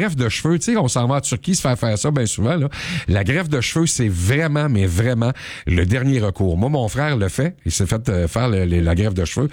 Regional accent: Canada

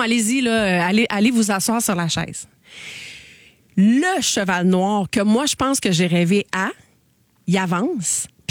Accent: Roxton, Quebec, Canada; moved away; C'est à côté de mon village natal, Roxton.

